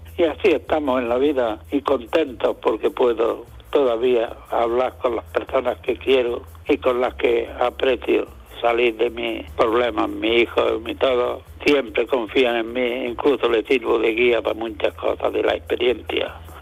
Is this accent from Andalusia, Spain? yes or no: yes; Almuñécar, Andalusia, Spain; Ah, Manolo … de Almuñécar.